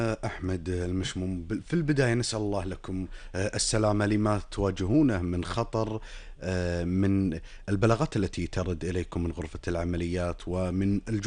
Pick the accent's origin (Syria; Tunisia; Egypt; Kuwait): Kuwait; ديرتنا الحبيبة الكويت